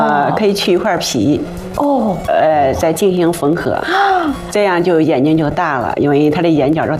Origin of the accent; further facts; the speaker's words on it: Henan, China; also born or lived in Tianjin; now in Beijing, China; 我老家是河南的。